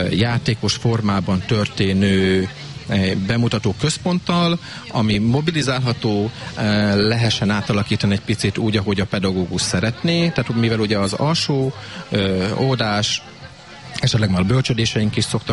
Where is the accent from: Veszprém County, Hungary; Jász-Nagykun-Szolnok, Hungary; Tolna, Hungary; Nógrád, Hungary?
Jász-Nagykun-Szolnok, Hungary; Kisújszállás; Igazából, hát kisgyerekkorban én kisúszáson nőttem fel, tehát én itt boldogházban szokták mondani, hogy gyütment vagyok, már 16 éve itt élek.